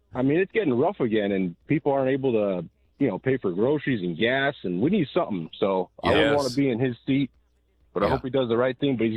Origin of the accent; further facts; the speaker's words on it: California, United States; moved away as an adult; I'm from California. I retired, I left, and I went to the Midwest.